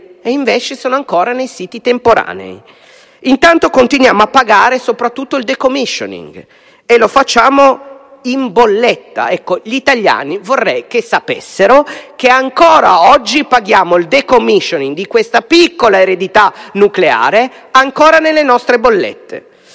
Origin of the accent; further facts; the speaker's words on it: Piedmont, Italy; io sono piemontese e le conosco bene